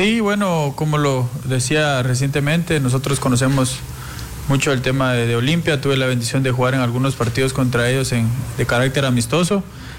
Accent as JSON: {"language": "Spanish", "country": "Guatemala", "said": "Afortunadamente hemos tenido buenos representantes, creo yo, nosotros como guatemaltecos."}